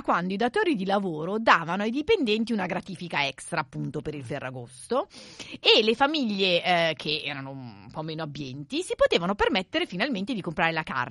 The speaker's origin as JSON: {"language": "Italian", "region": "Liguria", "country": "Italy", "said": "mi ricordo che c'era da noi la sagra del minestrone. In Liguria"}